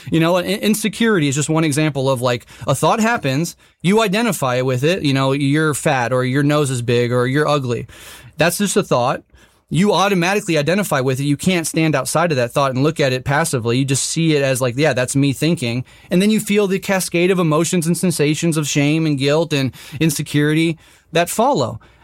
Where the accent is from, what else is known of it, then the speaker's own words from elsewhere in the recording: Omaha, Nebraska, United States; born there; I'm an American. I'm born in Omaha, Nebraska.